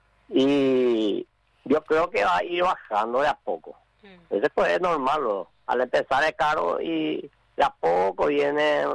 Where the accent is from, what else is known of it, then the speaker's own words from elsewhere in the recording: Areguá, Central, Paraguay; Yo soy de Estanzuela, Areguá.